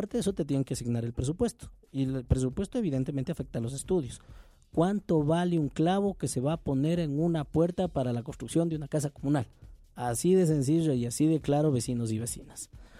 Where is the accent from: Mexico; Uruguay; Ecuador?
Ecuador; Conocoto, Pichincha; todos los que somos de Conocoto, porque yo desde guagua he sido criado en Conocoto